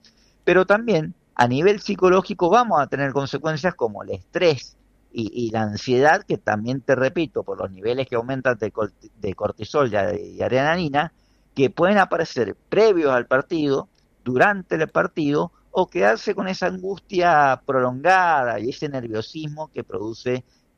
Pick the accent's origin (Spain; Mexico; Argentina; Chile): Argentina; Nosotros no hemos vivido como argentinos